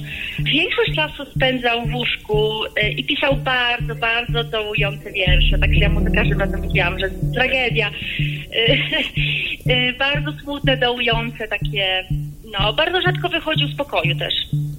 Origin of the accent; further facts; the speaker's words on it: Nowy Sącz, Lesser Poland, Poland; moved away; also born or lived in Warsaw; Ja pochodzę z Nowego Sącza, wyjechałam do Warszawy.